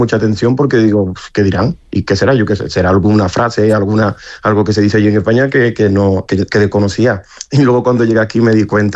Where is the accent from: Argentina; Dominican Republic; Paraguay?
Dominican Republic; now in Spain; fue cuando hicimos el concurso de las migas del pastor en la Sierra de Albarracín, que yo me presenté como dominicano.